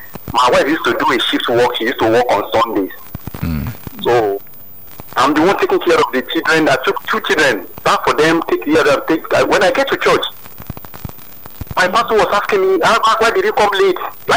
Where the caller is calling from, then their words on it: Enugu State, Nigeria; from Ijuota, Enugu State.